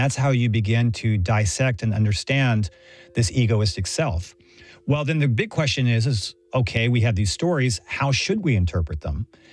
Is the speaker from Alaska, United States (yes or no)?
no; Houston, Texas, United States; I grew up in Texas, and even though I grew up in Houston, I never felt a strong identity of Texan.